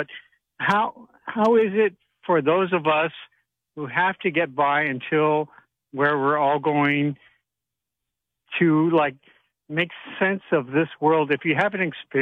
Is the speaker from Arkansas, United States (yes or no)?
no; Sedona, Arizona, United States; And well, I grew up in Sedona, Arizona.